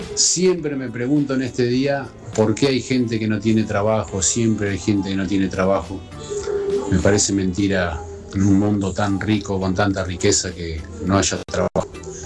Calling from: Trenque Lauquen, Buenos Aires Province, Argentina; de Trenquelauquen. Hoy es mi cumpleaños número 42. Así que nací un 7 de agosto del 1984.

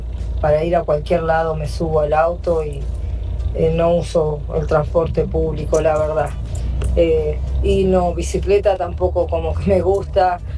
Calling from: Buenos Aires, Argentina; de Villa Lugano.

